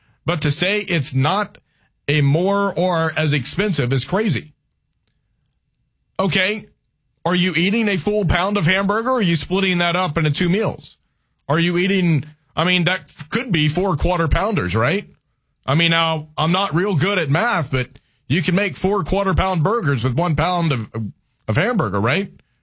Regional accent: Louisiana, United States; I'm a Cajun who doesn't like red beans and rice. I'm also, by the way, a Cajun who doesn't like okra in his gumbo.

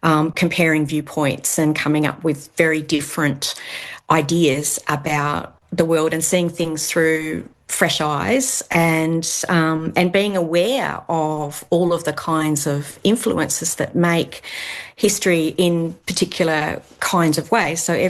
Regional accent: Tasmania, Australia; you know, I was raised in Tasmania, and we were taught the dominant narrative

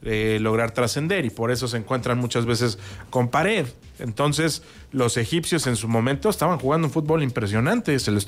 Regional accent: Mexico; lo que nos ocurría a nosotros como mexicanos

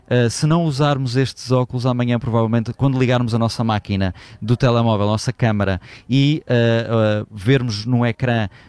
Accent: Portugal; como bons portugueses que todos nós somos, deixámos certamente para a última a compra ou a aquisição destes óculos.

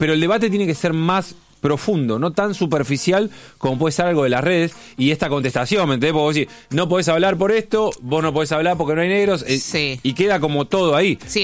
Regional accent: Argentina; el concepto que tenemos como afrodescendientes argentinos en este concepto más político y esta realidad que nos toca vivir aquí en la Argentina donde existe el racismo.

